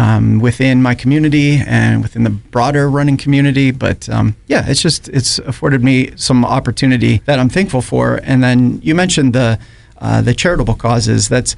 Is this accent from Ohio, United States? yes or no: yes; Youngstown, Ohio, United States; Yeah, I'm from Youngstown, grew up there.